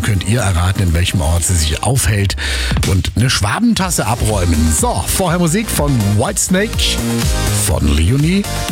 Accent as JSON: {"language": "German", "region": "Baden-Württemberg", "country": "Germany", "said": "Gut, aber ich bin aus der Region"}